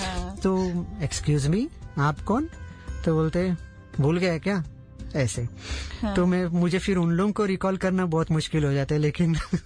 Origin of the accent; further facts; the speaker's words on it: Mumbai, Maharashtra, India; हम मुंबई से बिलोंग करते